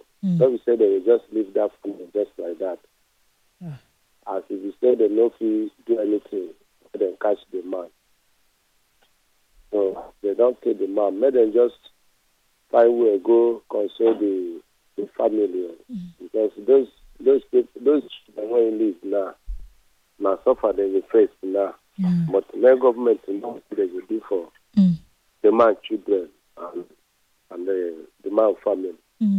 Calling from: Ojo, Lagos, Nigeria; from Ojo.

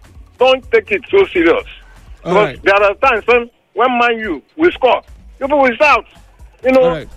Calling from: Ikorodu, Lagos, Nigeria; I'm calling from Ikorodu.

